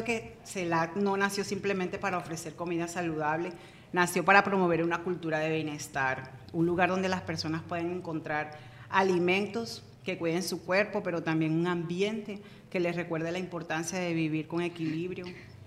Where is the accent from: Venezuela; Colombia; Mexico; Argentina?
Colombia; San Juan del Cesar, La Guajira; mi pueblo, en San Juan.